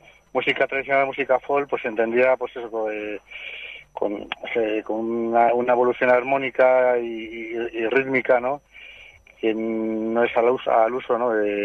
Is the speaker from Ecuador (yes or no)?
no; Castile and León, Spain; Bueno, somos palentinos, pero eso con muchas raíces aquí en la Ribera del Duero, ¿no?